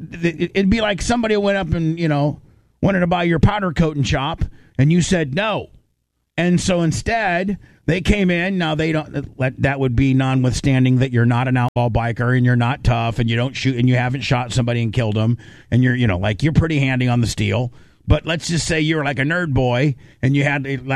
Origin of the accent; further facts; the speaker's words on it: United States; we're from American and we're called Americans?